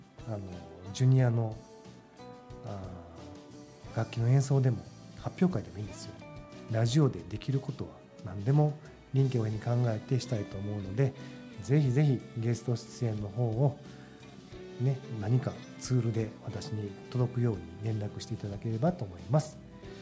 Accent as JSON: {"language": "Japanese", "region": "Kansai", "country": "Japan", "also_born_or_lived": "Tokyo", "said": "東京いる時はね、まあ、関西から来たって言うからよう突っ込んでとか言われてました。でも大阪じゃないんで、うん、そうかなと思ってたけど"}